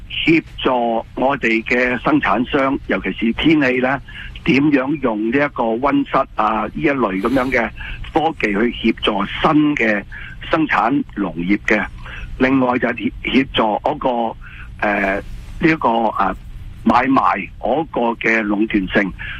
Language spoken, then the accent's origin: Cantonese; Canada; 我哋加拿大人